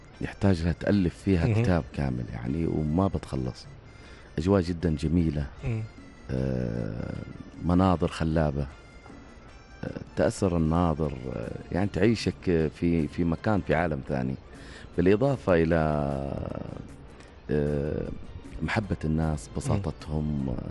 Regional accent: Tarim, Hadramawt, Yemen; also born or lived in Ash Shihr; أنا نشأت في بيئتين. نشأت أولا طفولتي من مواليد مدينة تريم الغنة، اللي هي أرض المرحوم … عليه رحمة الله. بعدها انتقلت إلى ساحل حضرموت، بالتحديد مدينة الشحر، أرض الشاعر الكبير حسين المحضار

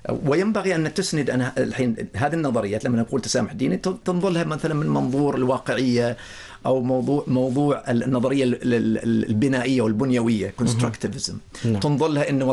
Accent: Oman; إحنا كعمانيين في هويتنا كأشخاص متسامحين، متقبلين الآخر، متقبلين للآراء.

